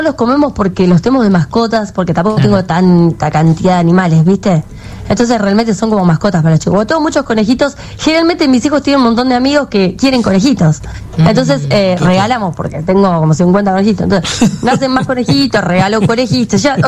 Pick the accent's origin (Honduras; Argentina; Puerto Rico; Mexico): Argentina; Merlo, Buenos Aires Province; Yo de Merlo.